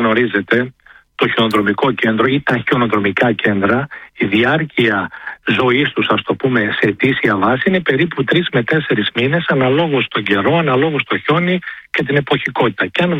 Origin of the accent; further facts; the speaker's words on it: Avdella, Western Macedonia, Greece; Λέω, επειδή η καταγωγή μου είναι από την Αβδέλα, το καλοκαίρι το 15 Αύγουστο, όταν η Αθήνα έχει 42 βαθμούς, στα χωριά επάνω έχει 12 με 13 βαθμούς.